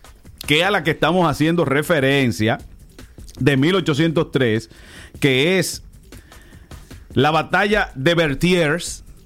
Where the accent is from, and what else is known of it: Dominican Republic